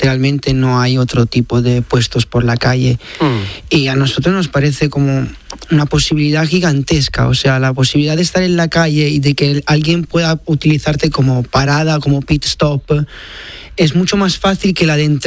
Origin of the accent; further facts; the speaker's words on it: Italy; now in Barcelona, Spain; soy de italiano, de Italia